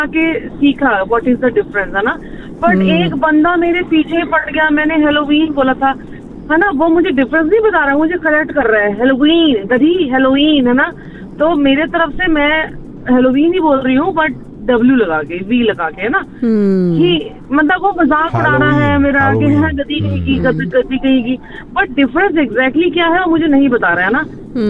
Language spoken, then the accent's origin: Hindi; North India, India; और मैं north India से हूँ तो मैं उनकी बात करूंगी।